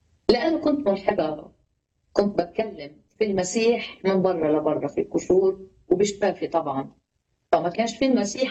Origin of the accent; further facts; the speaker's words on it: Lebanon; عندنا في لبنان نقول التفشيش